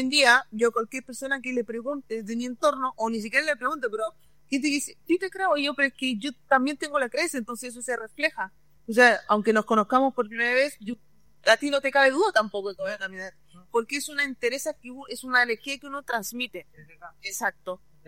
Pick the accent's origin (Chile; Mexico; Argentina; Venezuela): Chile; Santiago, Santiago Metropolitan Region; moved away as an adult; now in Viña del Mar, Chile; me vine de Santiago a Viña, yo soy de Santiaguina